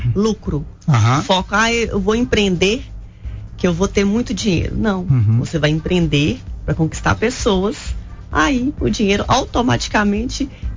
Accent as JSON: {"language": "Portuguese", "town": "Coronel Fabriciano", "region": "Minas Gerais", "country": "Brazil", "said": "Então assim, Timóteo, eu amo Timóteo, igual eu amo Coronel Fabriciano, não posso esquecer da minha terra."}